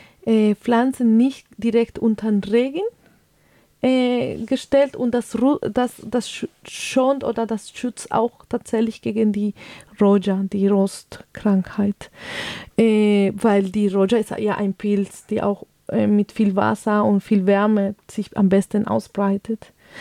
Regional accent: Colombia; German is a second language; Also ich bin aus Kolumbien und mit diesen Kultur aufgewachsen

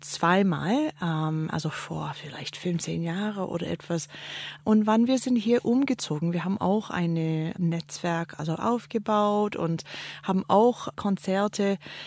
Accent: Canada; German is a second language; now in Tübingen, Germany; Also ich komme aus Kanada, ich bin hier jetzt in Tübingen seit 10 Jahren. Und ich habe gearbeitet, also ehrenamtlich für eine Gruppe in Kanada.

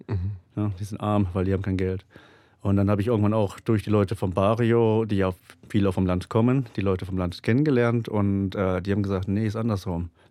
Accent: Sucre, Chuquisaca, Bolivia; German is a second language; Ich wusste, ich komme ungefähr aus Sucre, aber den Leuten vor Ort hat es dann irgendwann nicht mehr gereicht.

